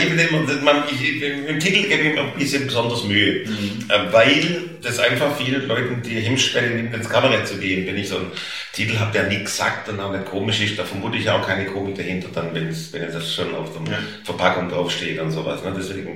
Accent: Stuttgart, Baden-Württemberg, Germany; accent: Swabian

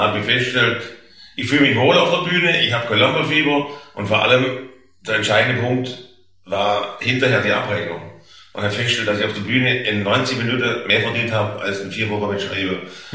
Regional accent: Stuttgart, Baden-Württemberg, Germany; accent: Swabian

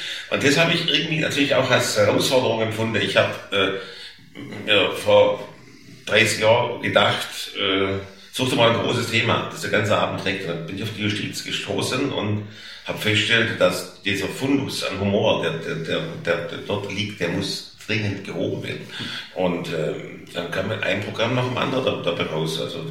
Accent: Stuttgart, Baden-Württemberg, Germany; accent: Oxford-Swabian; ich komme aus Stuttgart. Spreche aber Oxford-Schwäbisch

